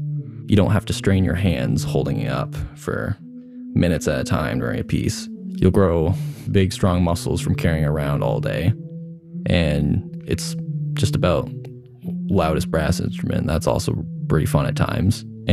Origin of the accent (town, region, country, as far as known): Trenton, Maine, United States; born or raised there